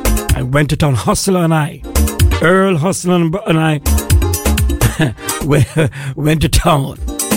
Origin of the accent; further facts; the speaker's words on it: Antigua & Barbuda; And then when I came from Antigua and I stayed with my grandmother, I had tea, bush tea, ram, goat, bush, and all that kind of bush.